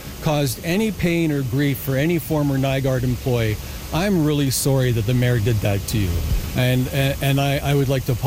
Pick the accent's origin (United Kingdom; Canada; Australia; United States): Canada; I'm very Canadian. I'm proud to be Canadian.